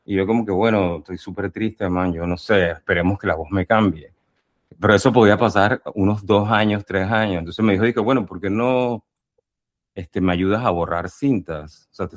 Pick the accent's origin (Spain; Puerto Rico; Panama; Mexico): Panama; Yo vengo de Panamá